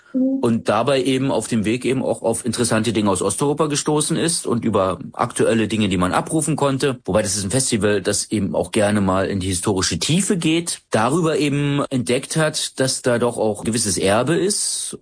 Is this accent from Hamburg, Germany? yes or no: no; Mecklenburg-Vorpommern, Germany; also born or lived in East Berlin / Greifswald; Ich wurde geboren im Sommer des Jahres 69 in Ost-Berlin, dann verschleppt nach Vorpommern. Dort bin ich, was damals nicht so genannt wurde, dort bin ich aufgewachsen. Das war mein Weltzugangspunkt über viele Jahre hinweg, wobei der nächste Orientierungspunkt Berlin, Hauptstadt der DDR, war.